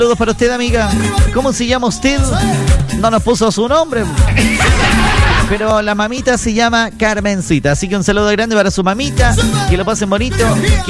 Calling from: Villa Alemana, Valparaíso, Chile; Somos de Villa Alemana.

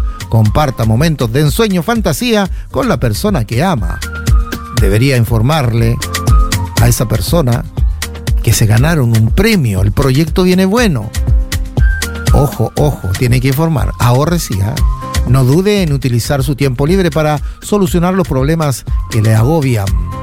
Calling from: El Tabo, Valparaíso, Chile

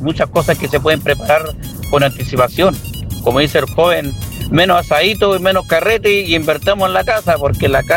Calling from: Antofagasta, Chile

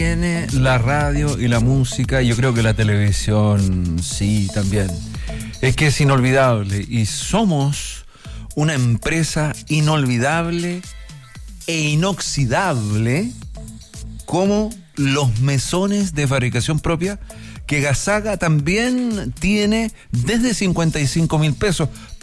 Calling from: Victoria, Araucanía, Chile; yo vivo en Victoria

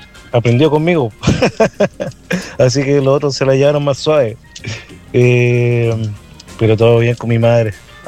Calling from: Cabildo, Valparaíso, Chile; de la Vega Baja, Cabildo, está soleado, hermano.

